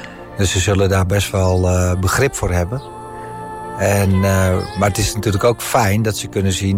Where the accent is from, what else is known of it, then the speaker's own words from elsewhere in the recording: Heemskerk, North Holland, Netherlands; moved away as an adult; now in Spain; Ik ben geboren in Heemskerk. Of ja, gewoond in Heemskerk voor lange tijd. En nu woon ik sinds 3 jaar in Spanje.